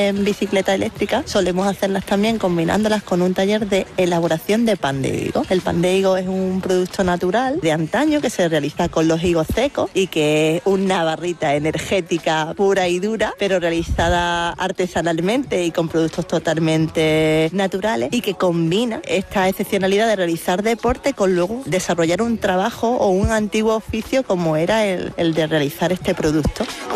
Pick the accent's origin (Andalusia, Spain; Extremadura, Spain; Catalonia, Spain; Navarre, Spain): Andalusia, Spain; Tolox; soy natural de Toló